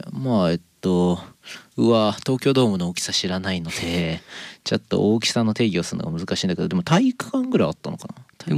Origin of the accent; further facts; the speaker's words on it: Nagano, Japan; まあ石川もね僕の地元僕長野なんですけど、金沢はすごい人多いなっていう感覚なんだけど